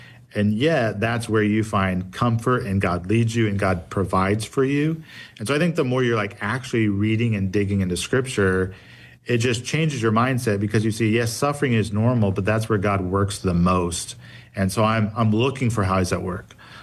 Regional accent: United States

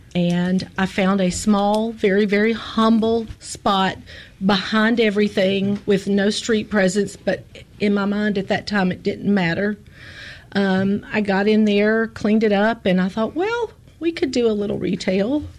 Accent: Memphis, Tennessee, United States; moved away as an adult; now in Jackson, United States; So really and truly, while I grew up in Memphis, I've been in Jackson longer than Memphis.

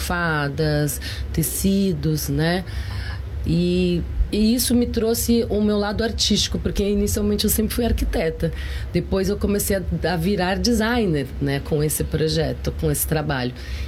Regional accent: Rio de Janeiro, Brazil; born there; now in São Paulo, Brazil; e eu sou a própria mulher latina brasileira, né? Eu sou brasileira, nasci no Rio de Janeiro, moro em São Paulo, tenho um pé aqui na Bahia, porque me identifico muito

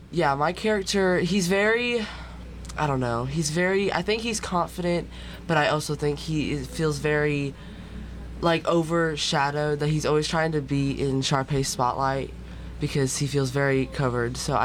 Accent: Fayetteville, North Carolina, United States; No, I'm not from Sanford. I'm from Fayetteville.

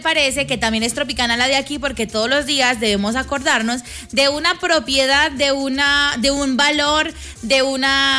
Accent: Dosquebradas, Risaralda, Colombia; Yo que soy de Dos Quebradas.

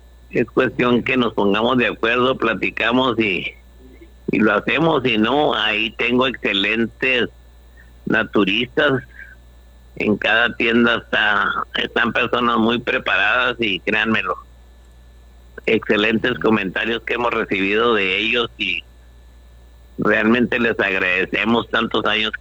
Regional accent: Delicias, Chihuahua, Mexico; Qué bueno que se fue a mi tierra querida, Delicias.

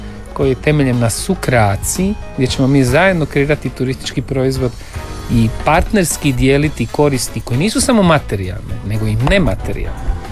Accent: Karlovac, Karlovac County, Croatia; mi u Karlovcu, ja sam iz Karlovca

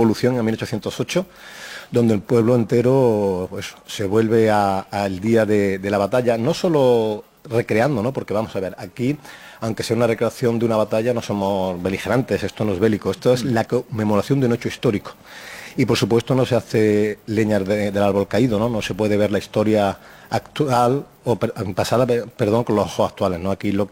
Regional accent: Spain; la hispanidad de cómo somos los españoles

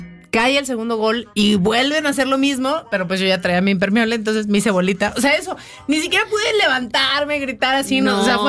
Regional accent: Mexico; estoy en un mundial, en México, en mi país, en este estadio.

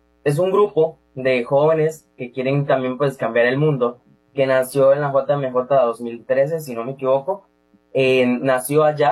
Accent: Limón, Costa Rica; Soy de Limón Centro.

